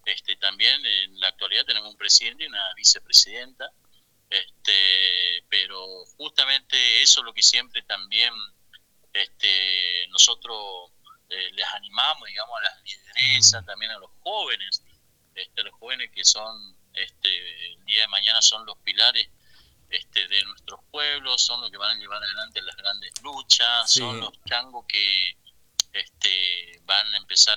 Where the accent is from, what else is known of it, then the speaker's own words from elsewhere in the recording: La Leonesa, Chaco, Argentina; no soy de San Bernardo, soy de acá de La Leonesa.